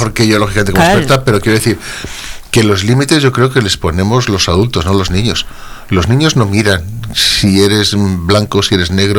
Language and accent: Spanish; Spain; Yo también soy de Corea.